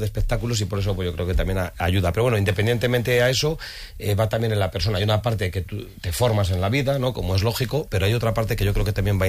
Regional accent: Romancos, Castilla-La Mancha, Spain; que haber sido el alcalde de mi pueblo, que es Romancos, y del cual pues me siento muy, muy orgulloso

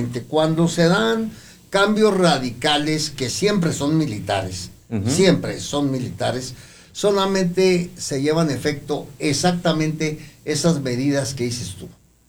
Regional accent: Mexico; pues aquí en México yo te aseguro que de los 100 millones que somos de mexicanos, quedan como 2 o 3 millones de habitantes si matan a los corruptos.

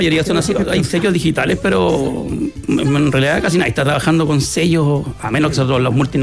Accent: Ovalle, Coquimbo, Chile; Yo soy de Ovalle

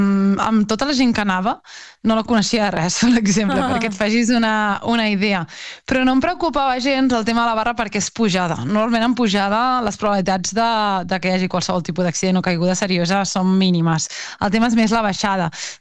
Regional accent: Vilassar de Mar, Catalonia, Spain; jo sóc de Vilassar de Mar, vull dir que la muntanya és el castell de Burriac

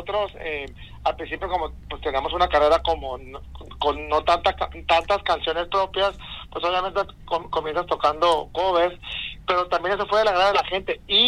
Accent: Mexico; nosotros como mexicanos

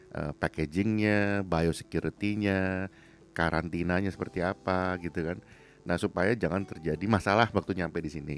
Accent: Indonesia; now in Australia; kita juga masih berasal dari Indonesia

